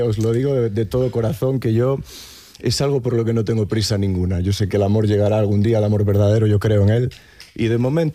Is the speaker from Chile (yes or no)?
no; Galicia, Spain; yo hasta entonces andaba más por fuera de Galicia. Me costaba ser profeta en mi tierra